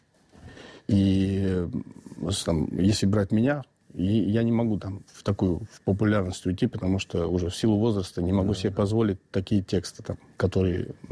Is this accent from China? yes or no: no; Chechnya, Russia; Очень сильный фильтр, потому что я чеченец.